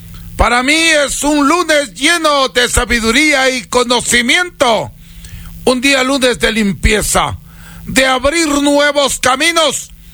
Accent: Huancabamba, Piura, Peru; hablo en este momento en nombre de mi tierra natal, el Perú.

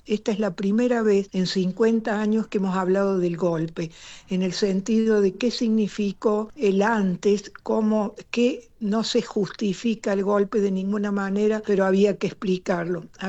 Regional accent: Argentina; siempre a España, que es donde yo pude ejercer periodismo en libertad para denunciar lo que escribía en mi país.

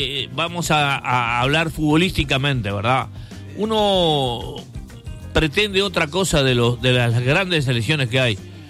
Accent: Uruguay; Yo soy uruguayo.

